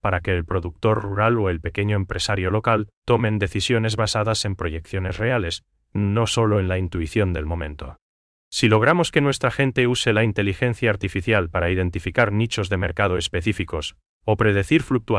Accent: Paraguay; nosotros como paraguayos ponemos en cada trato

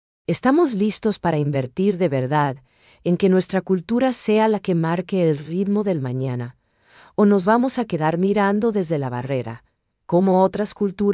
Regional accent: Paraguay

